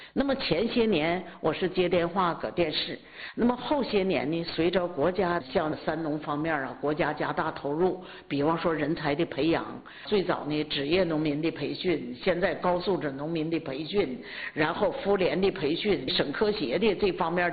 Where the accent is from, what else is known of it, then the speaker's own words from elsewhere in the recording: Shuangliao, Jilin, China; 我老家是双辽的